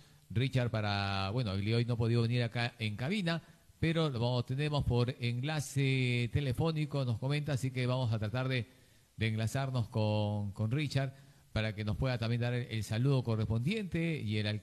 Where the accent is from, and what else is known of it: Peru